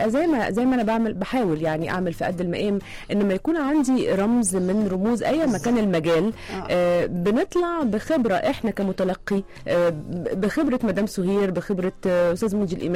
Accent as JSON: {"language": "Arabic", "town": "Mansoura", "region": "Dakahlia", "country": "Egypt", "tie": "born or raised there", "said": "يعني إحنا عشان أنا متربية في الأقاليم، يعني أنا من منصورة."}